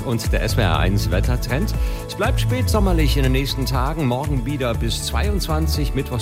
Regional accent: Rhineland, Germany; Ich als Rheinländer

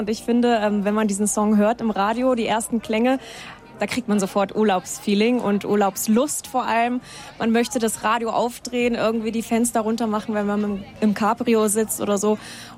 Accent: Hamburg, Germany; Ich hätte niemals gedacht, dass ich als Hamburgerin irgendwann mal im Süden lande und dann auch noch in Bayern

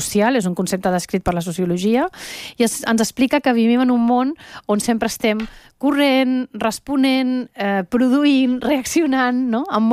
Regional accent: Venezuela; accent: Venezuelan; now in Barcelona, Spain; Perquè jo quan vaig arribar de Venezuela, vaig venir directe de Venezuela aquí a Barcelona, parlava un català amb accent veneçolà

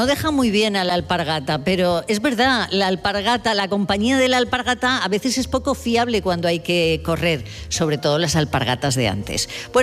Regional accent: Cervera, Catalonia, Spain; No, yo soy cerveriense.

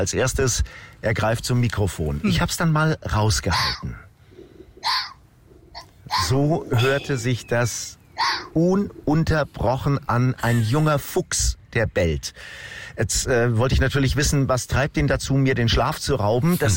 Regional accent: Berlin, Germany; Aber da müssen wir als Berliner durch, ich werde nicht der Einzige sein.

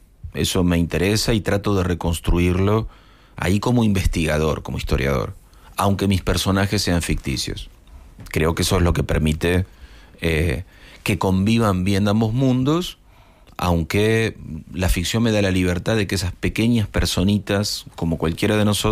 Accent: Argentina; esto de las Malvinas están en todos lados en mi país. Hay plazas que se llaman Ma

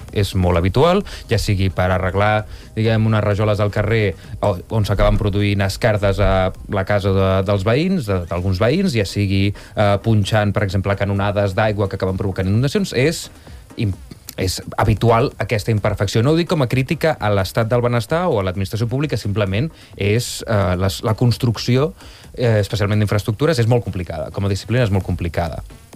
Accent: Barcelona, Catalonia, Spain; Però jo vaig dir, no, jo sóc del Putxet i el Ferró, i un veí del Putxet em va dir, no, tu ets del Ferró.

